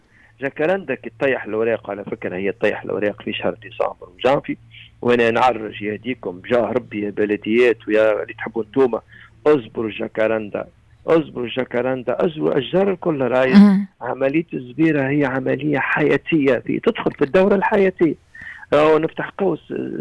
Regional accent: Tunisia; بلدي تونس

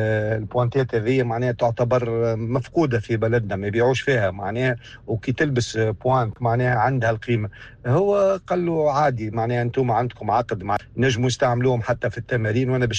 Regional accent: Tunisia; also born or lived in Kuwait; احنا الوفد التونسي

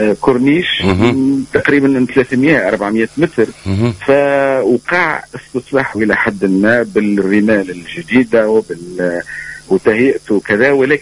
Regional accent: Menzel Chaker, Sfax Governorate, Tunisia; born there; أول تبحيرة جيت من الريف الجميل من معتمدية منزل شاكر إلى دار عمي

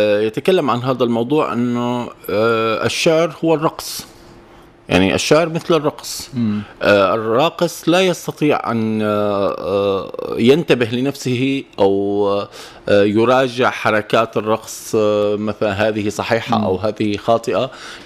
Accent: Syria; now in Tunisia; ما عادش تقدمني مثل قبل، يعني على أساس أني أنا شاعر سوري يعني موجود بتونس، لا بتقلي تونسي سوري خلاص.

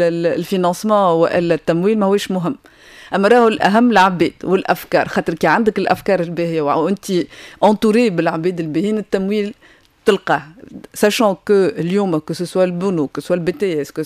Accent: Tunisia

